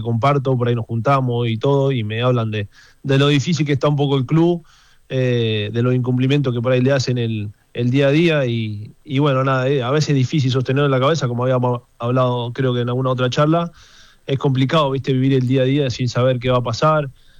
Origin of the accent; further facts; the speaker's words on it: Adolfo Gonzales Chaves, Buenos Aires, Argentina; moved away; Sí, de acá mismo, sí.